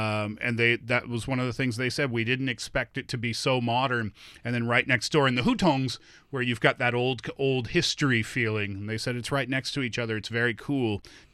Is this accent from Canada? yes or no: yes; Canada; Yeah, well, but listen, I'm from Canada. People think we live in igloos 12 months a year.